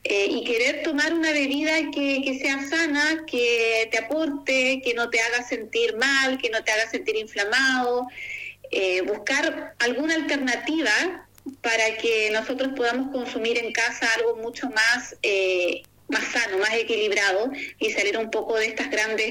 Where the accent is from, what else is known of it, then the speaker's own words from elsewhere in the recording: Patagonia, Argentina; Y Carancho porque somos de acá de la Patagonia.